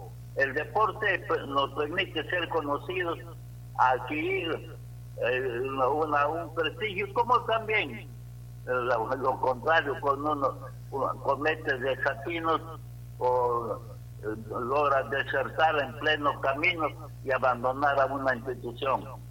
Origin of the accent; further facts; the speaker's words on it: Huarmaca, Piura, Peru; de mi tierra, de Huarmaca